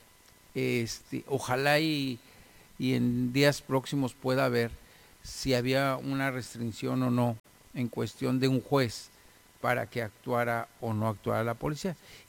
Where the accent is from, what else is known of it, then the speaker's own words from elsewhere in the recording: Mexico; cómo nos unimos como mexicanos